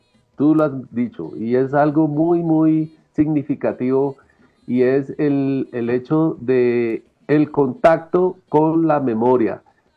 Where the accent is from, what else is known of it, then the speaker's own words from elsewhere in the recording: Colombia; Nosotros somos seres colombianos